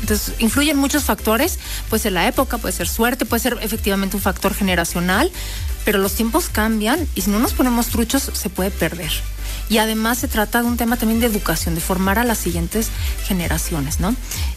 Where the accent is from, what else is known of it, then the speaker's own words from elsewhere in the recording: Puebla, Mexico; soy muy poblana, me encanta, orgullosa